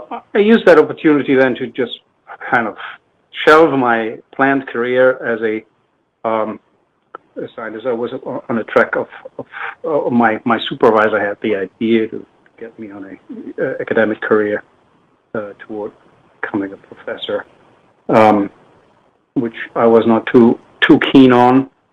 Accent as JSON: {"language": "English", "country": "Germany", "tie": "born or raised there", "moved": "yes", "said": "Yeah, first, I was born in West Germany and grew up pretty much normal, lower middle class upbringing, and I ended up studying chemistry at Bonn University"}